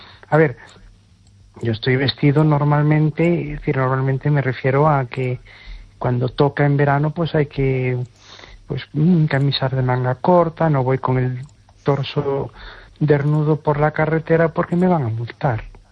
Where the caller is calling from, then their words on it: Spain; de Pueblo de Moiro.